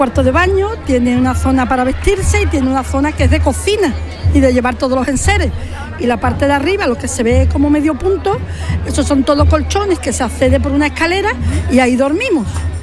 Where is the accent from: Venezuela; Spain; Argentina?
Spain; Badajoz, Extremadura; born there; also born or lived in Ginés; now in Seville, Spain; yo soy extremeña porque nací en Extremadura, soy de Badajoz.